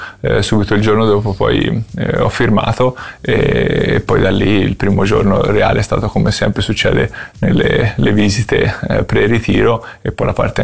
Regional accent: Tuscany, Italy; la voce della Fiorentina è stata più forte da buon toscano e da babbo Dante

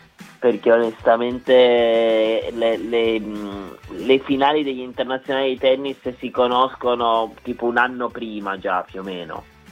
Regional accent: Turin, Piedmont, Italy; comunque sono di Torino, ci metto 25 minuti ad arrivare allo stadio

